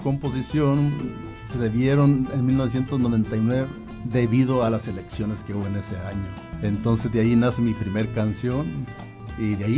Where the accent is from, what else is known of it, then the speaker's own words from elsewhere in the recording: Jalisco, Mexico; now in Nayarit, Mexico; soy del estado de Jalisco, pero tengo ya 45 años aquí, entonces ya me considero un nayarita.